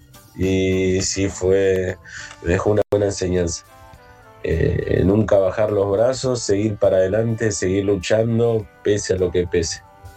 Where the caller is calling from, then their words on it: La Matanza, Buenos Aires Province, Argentina; soy de La Matanza.